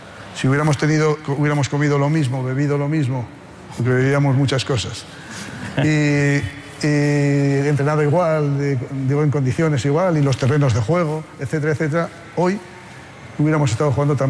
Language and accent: Spanish; Haro, La Rioja, Spain; yo en mi pueblo, en Haro, en La Rioja, era del Athletic Club de Bilbao, como aficionado